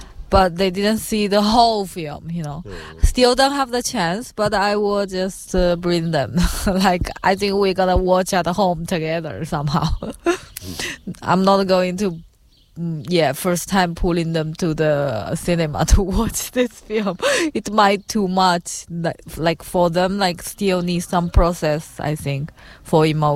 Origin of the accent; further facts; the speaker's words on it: China; English is a second language; because I come from China and I see so empty street